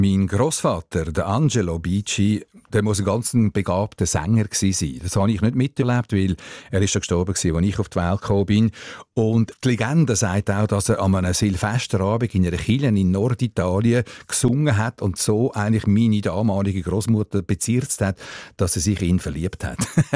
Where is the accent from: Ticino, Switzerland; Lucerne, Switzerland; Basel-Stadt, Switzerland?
Ticino, Switzerland; Ich bin eigentlich ein Tessiner, oder?